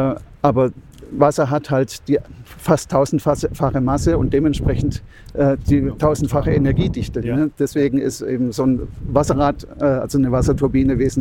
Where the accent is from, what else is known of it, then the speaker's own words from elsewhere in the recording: Freiburg, Baden-Württemberg, Germany; ich bin Freiburger.